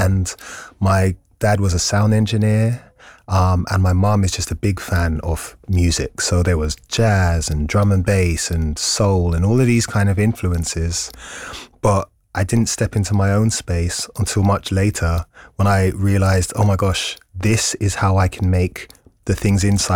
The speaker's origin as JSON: {"language": "English", "region": "London", "country": "United Kingdom", "said": "I think my influence is just from being a Londoner."}